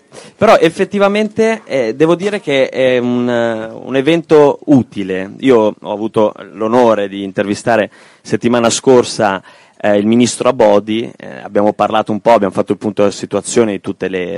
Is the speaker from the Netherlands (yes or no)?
no; Albania; now in Italy; io sono arrivato in Italia nel 2000, clandestinamente, sono immigrato clandestino in Italia, dall'Albania sono arrivato in Italia.